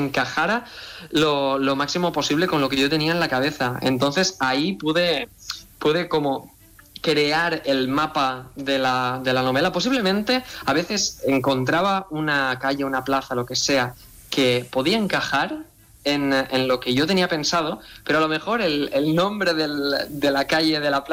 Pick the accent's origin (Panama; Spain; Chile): Spain; Tavernes de la Valldigna, Valencian Community; yo todo lo que escribía estaba ambientado en Tabernas de la Valldigna, en mi pueblo de Valencia